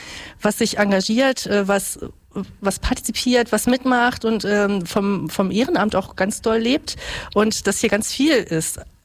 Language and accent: German; Saxony-Anhalt, Germany; ich bin ja in der Altmark geboren, aufgewachsen, war dann 15 Jahre weg.